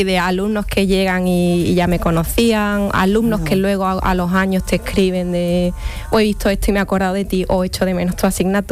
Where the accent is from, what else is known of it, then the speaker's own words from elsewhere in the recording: Andalusia, Spain; accent: Andalusian; Es verdad que el andaluz es muy económico. Ya, hemos suavizado mucho, ¿no?, la pronunciación de las consonantes